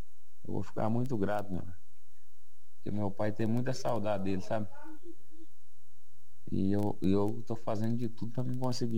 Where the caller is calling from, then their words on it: Prata, Minas Gerais, Brazil; sou da cidade de Prato, Minas Gerais.